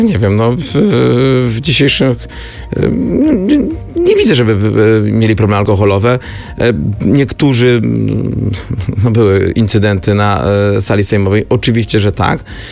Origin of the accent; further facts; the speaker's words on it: Kraków, Lesser Poland, Poland